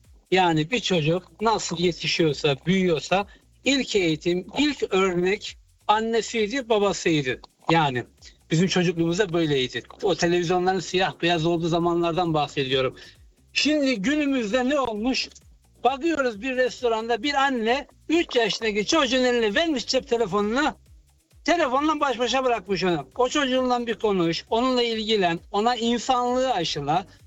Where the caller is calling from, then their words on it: Mannheim, Baden-Württemberg, Germany; Mannheim'den herkese selamlar.